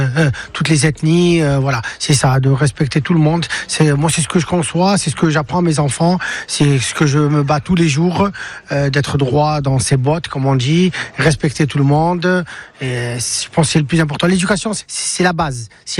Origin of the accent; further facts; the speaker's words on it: France; je suis comme tout le monde, je suis français, citoyen